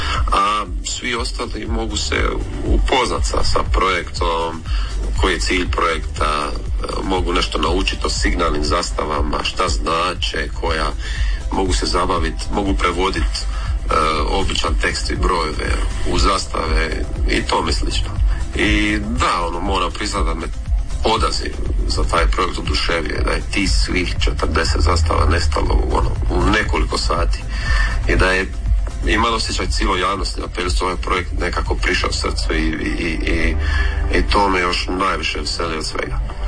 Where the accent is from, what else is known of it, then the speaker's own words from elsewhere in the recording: Orebić, Dubrovnik-Neretva County, Croatia; Evo, lijep pozdrav … dolazim sa Pelješca, točnije iz Orebića